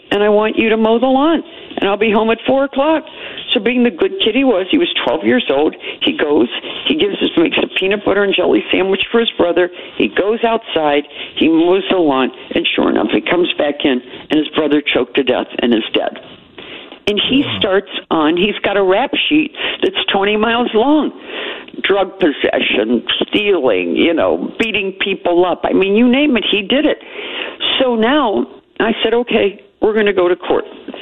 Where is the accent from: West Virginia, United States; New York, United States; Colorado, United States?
West Virginia, United States; I grew up in West Virginia.